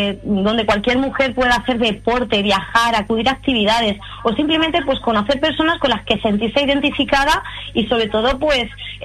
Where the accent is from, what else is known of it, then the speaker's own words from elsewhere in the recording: Madrid, Community of Madrid, Spain; now in Vera, Spain; a pesar de que soy de Madrid, para mí el llegar aquí a Verá, que para mí es mi hogar ahora mismo y estoy volcada muchísimo en la provincia y también en la localidad